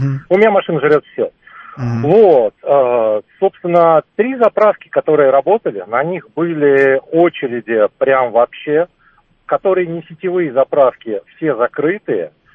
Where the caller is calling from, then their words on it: Lipetsk Oblast, Russia; Был я на выходных у себя на родине в Липецкой области.